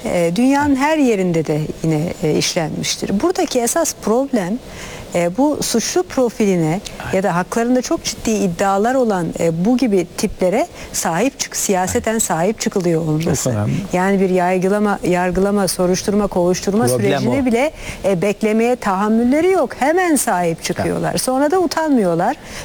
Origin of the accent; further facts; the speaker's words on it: Kocaeli, Turkey; Şimdi ben Kocaeli'nde büyüdüm, yaşadım.